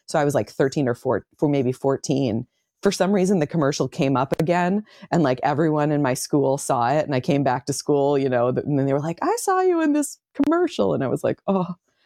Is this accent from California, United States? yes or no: no; Syracuse, New York, United States; I'm from upstate New York. I'm from Syracuse, New York, and I am 45, so I was born in 1977